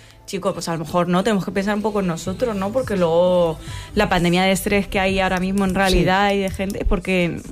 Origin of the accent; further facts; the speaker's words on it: Madrid, Community of Madrid, Spain; yo soy de Madrid además, y a mí me resulta agotador la ciudad.